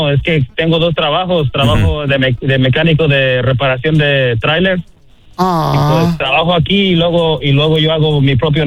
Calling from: South Carolina, United States; Yo soy de aquí de Sur Carolina.

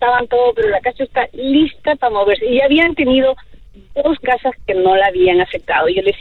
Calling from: Chicago, Illinois, United States; De Chicago.

